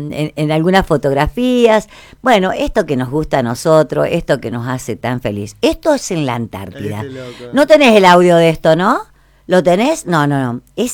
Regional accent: Argentina; Somos todos argentinos

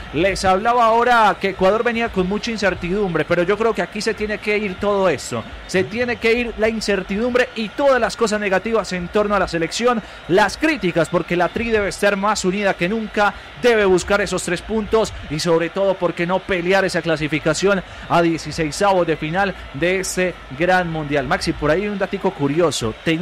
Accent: Colombia; yo soy colombiano

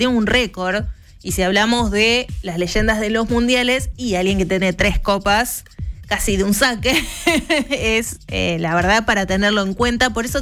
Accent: Argentina

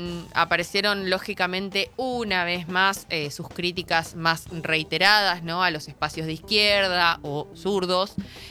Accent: Argentina

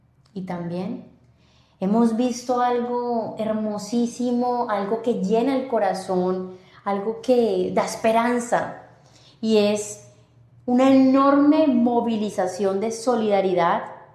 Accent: Colombia; en mi país estamos viviendo una crisis que nos ha tocado profundamente el corazón y especialmente a los caleños.

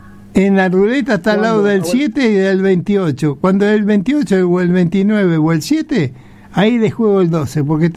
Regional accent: Buenos Aires, Argentina; yo me crié en Pompeya Soldati, ¿no? Y enfrente de mi casa estaba el remate Gripo

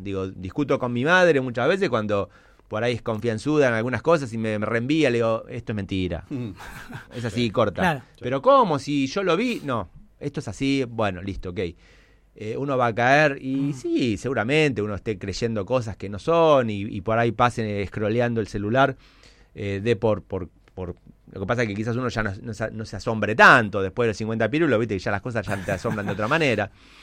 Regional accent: Argentina; No somos los argentinos los sometidos a este nivel de desinformación.

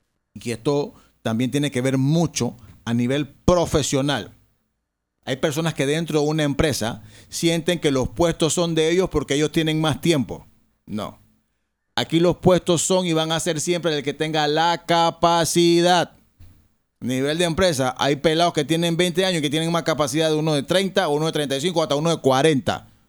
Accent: Panama; yo soy panameño 100%

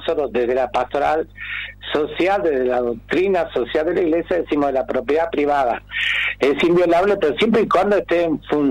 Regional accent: Argentina

